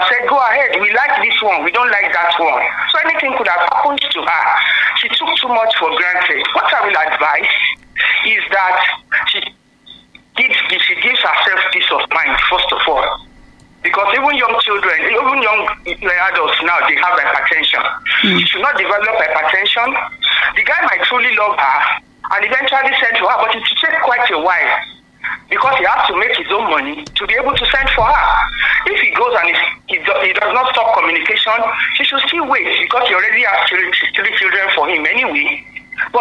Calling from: Apata Owode, Nigeria; I'm coming from Apata Owode.

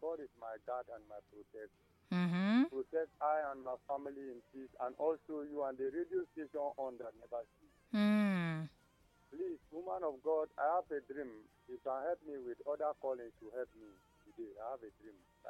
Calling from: Cross River, Nigeria; from Cross River State in Ekom Local Government.

